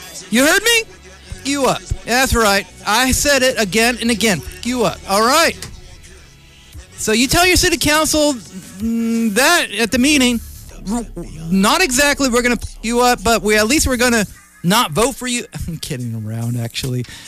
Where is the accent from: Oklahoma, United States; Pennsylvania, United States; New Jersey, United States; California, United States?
California, United States; Vallejo; much love to y'all in Vallejo, from a Vallejoan